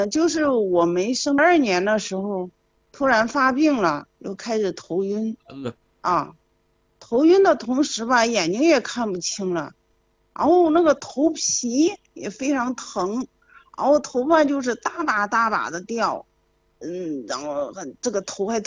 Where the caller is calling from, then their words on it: Henan, China; 今年快70了，我家是河南的